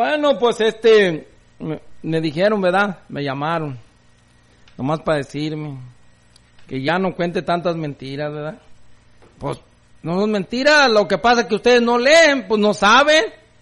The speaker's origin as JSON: {"language": "Spanish", "region": "Jalisco", "country": "Mexico", "said": "yo soy de Jalisco."}